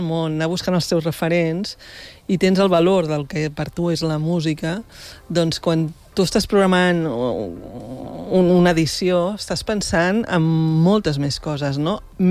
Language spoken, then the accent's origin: Catalan; Barcelona, Catalonia, Spain; now in Empordà, Spain; jo soc de Barcelona, visc a l'Empordà, des de que soc director del festival